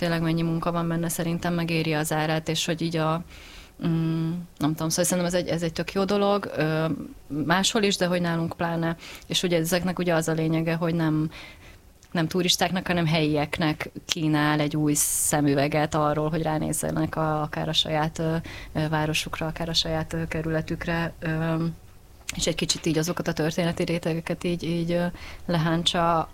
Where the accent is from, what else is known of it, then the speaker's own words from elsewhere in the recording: Budapest, Hungary; Ja, csak azért, mert zuglói vagyok, és akkor nekem is feltűnt, hogy Hermina, meg Teleki Blanka gimnázium van ott